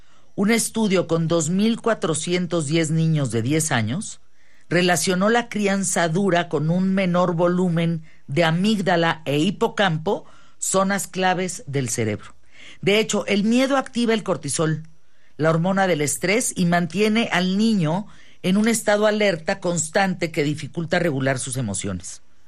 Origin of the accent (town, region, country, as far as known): Mexico